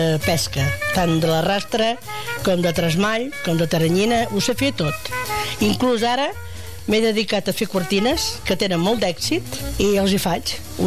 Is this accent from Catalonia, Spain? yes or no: yes; Roses, Catalonia, Spain; Jo vaig néixer aquí a Roses i el meu pare era guardamolls i vivíem aquí en el port.